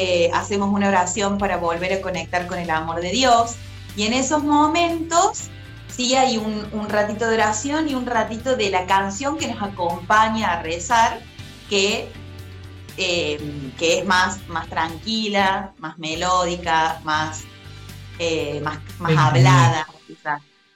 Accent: Alejandro Roca, Córdoba, Argentina; Yo soy de Alejandro Roca, un pueblito que está a 80 kilómetros de Río Cuarto. Estoy a una horita de viaje. Y yo crecí acá en mi Alejandro amado, en la parroquia Nuestra Señora de la Asunción.

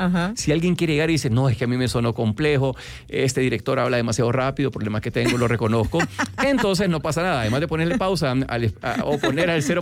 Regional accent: El Salvador

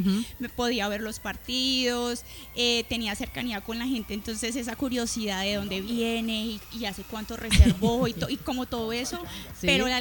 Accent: Cali, Valle del Cauca, Colombia; moved away as an adult; now in Miami, United States; Yo nací aquí, sí, en Cali, claro. Yo me crié y hace 8 años vivo en Estados Unidos, en Miami.

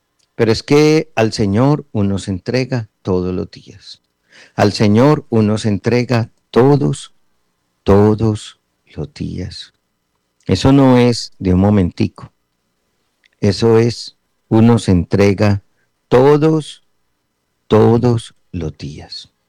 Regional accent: Antioquia, Colombia; moved away; Me lo voy a llevar para Antioquia. Me lo voy a llevar para mi tierra

